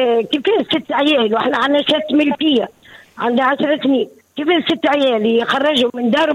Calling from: Sousse, Sousse Governorate, Tunisia

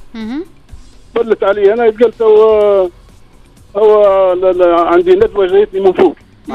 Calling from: Gafsa, Gafsa Governorate, Tunisia

